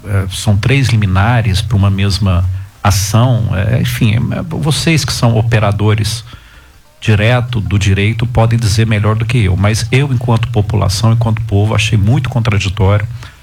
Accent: Brazil; nós, enquanto brasileiros que amamos esse país

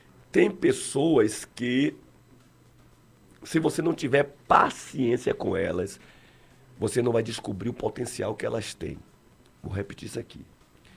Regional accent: Salvador, Bahia, Brazil; nosso irmão pergunta aqui se eu sou de Salvador, sou de Salvador, mas estou pastoreando a Igreja Assembleia de Deus ali em Arembepe. Beleza? Na região de Camaçari.

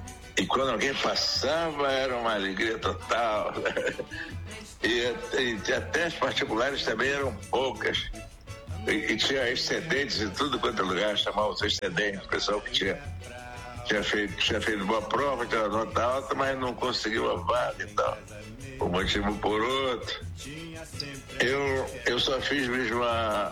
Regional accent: Northeast Region, Brazil; No Norte do Duro é uma referência ao Nordeste. Eu sou nordestino também. Musicalmente, sou paulista.

